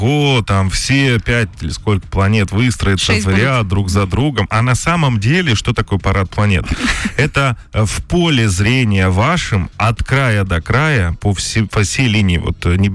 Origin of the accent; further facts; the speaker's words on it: Kyrgyzstan; moved away; я же из Киргизии, с детства.